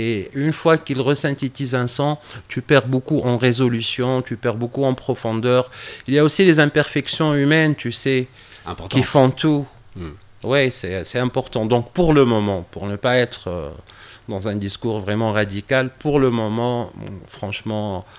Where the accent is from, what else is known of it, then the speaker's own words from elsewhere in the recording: Tunisia; on est tunisien et tout ce qu'on fait, il vient de la Tunisie. Et tout ce qu'on est, il nous a été donné par la Tunisie.